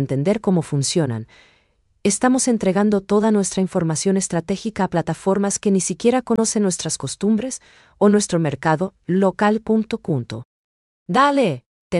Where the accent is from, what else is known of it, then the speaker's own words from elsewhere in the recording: Paraguay; esa calidez paraguaya